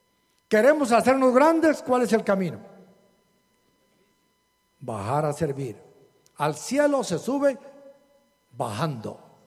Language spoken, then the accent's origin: Spanish; Zacapa, Guatemala; Ay, perdone, pastor, es que soy de Zacapa. Y allá nos amamos tanto que nos decimos las verdades.